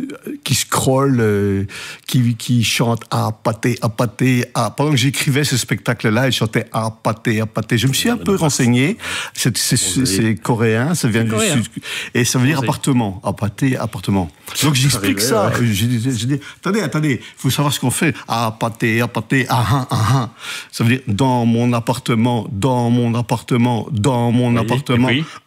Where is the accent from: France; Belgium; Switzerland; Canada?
Belgium; Wallonia; accent: Carolo; Mon accent du centre